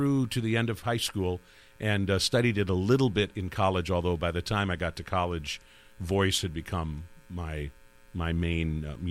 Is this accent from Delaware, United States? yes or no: no; Decorah, Iowa, United States; also born or lived in Atlantic, Iowa / Lincoln, Nebraska; We actually moved from Decorah right before I started high school. We moved to a place in southeast Iowa, between Des Moines and Omaha, a little town called Atlantic of about 10,000.